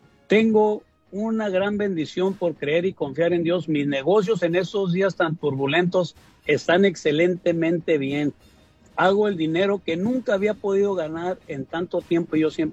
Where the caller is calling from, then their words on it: Oxnard, California, United States; En Oxnard, California.